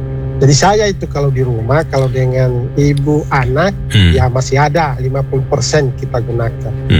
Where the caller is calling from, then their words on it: Central Sulawesi, Indonesia; Saya orang Kaili Tulen